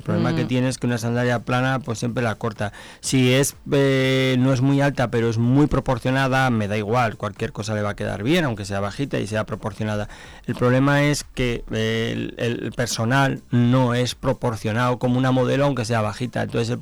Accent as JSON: {"language": "Spanish", "town": "Pamplona", "region": "Navarre", "country": "Spain", "moved": "yes", "lives_now": "Zamora, Spain", "said": "como soy de Pamplona, aunque llevo aquí, ya soy zamorano."}